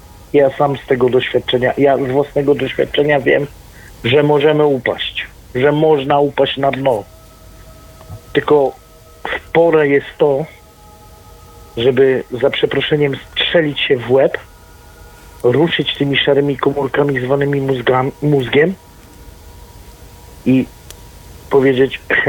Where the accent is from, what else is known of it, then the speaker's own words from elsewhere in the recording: Szczecin, West Pomeranian Voivodeship, Poland; now in Elbląg, Poland; pochodzę ze Szczecina